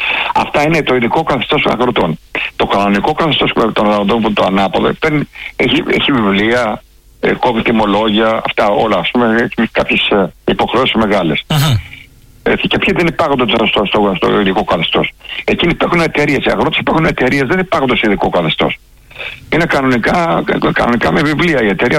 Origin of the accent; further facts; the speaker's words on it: Platania, Greece; Επίσης στο Λονδίνο, το Βασίλη από τον Πλετανιά, το χωριό μου, έτσι, καταγωγή από τον Πλετανιά.